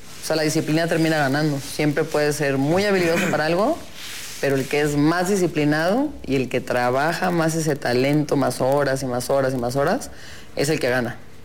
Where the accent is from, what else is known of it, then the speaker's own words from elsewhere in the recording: Mexico; Soy muy orgullosa, ¿no? De los colores, de la bandera, de nuestro país.